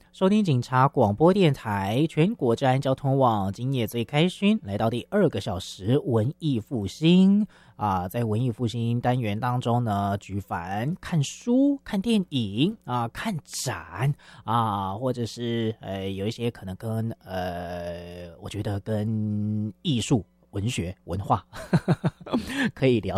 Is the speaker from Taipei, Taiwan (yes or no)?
yes; Taipei, Taiwan; 事实上呢，身为台北人的我哈